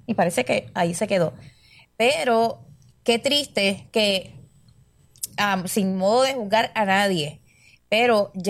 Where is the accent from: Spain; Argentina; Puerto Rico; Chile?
Puerto Rico; San Juan; also born or lived in Manatí; yo me crié en San Juan, pero en Manatí, donde eran mis papás, todo el mundo se conocía